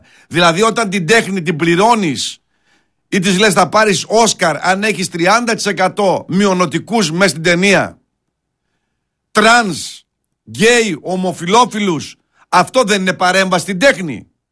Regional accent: Greece

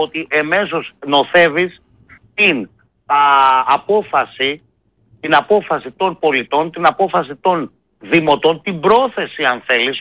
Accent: Kymi-Aliveri, Central Greece, Greece; την ιδιαίτερη πατρίδα μου, το Δήμο Κίμης Αλιβερίου

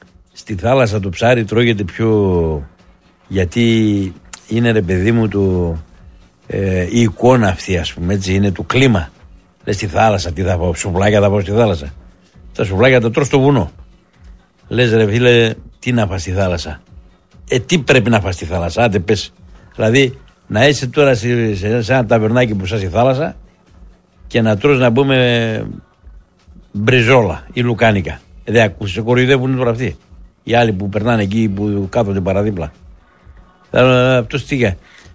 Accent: Thessaloniki, Central Macedonia, Greece; Εμείς από τη Θεσσαλονίκη πήγαμε πάνω στα βουνά να πάμε να φάμε ψάρια.

